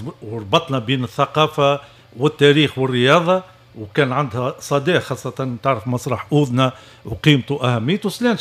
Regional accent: Tunisia; لقينا التجاوب بلدي تونس

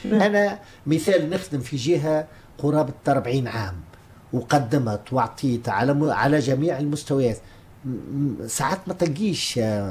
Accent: Tataouine Governorate, Tunisia; أغلبية الجنوبيين هنا بالخاصة تطاوين كلهم في الغربة.

